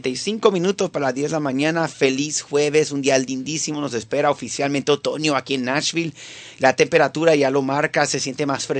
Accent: Venezuela; now in Tennessee, United States; yo soy venezolano

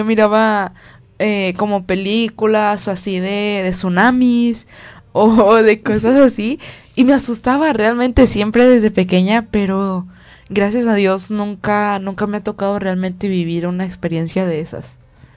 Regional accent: Guatemala; Yo soy de Guatemala

